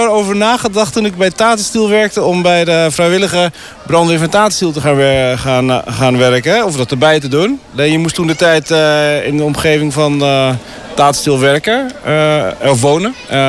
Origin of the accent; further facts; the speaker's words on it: Assendelft, North Holland, Netherlands; Nou, we komen uit Assendelft eigenlijk.